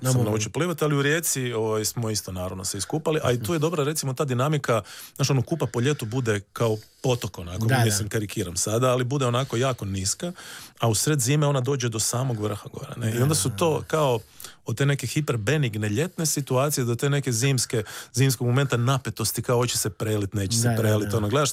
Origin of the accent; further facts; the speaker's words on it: Sisak, Sisak-Moslavina County, Croatia; ja sam odrastao na Zibelu, koji je onako vrlo prekrasan dio Siska, koji je u blizu kupalište Zibel, tamo je rijeka, klizalište, sve nam je to bilo blizu i odrastao sam u zgradama.